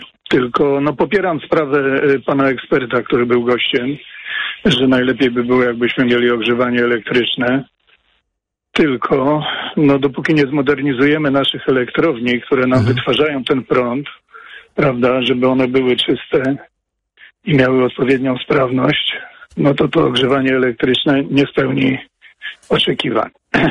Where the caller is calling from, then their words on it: Warsaw, Masovian Voivodeship, Poland; Nie, ja dzwonię z Warszawy, Targówka.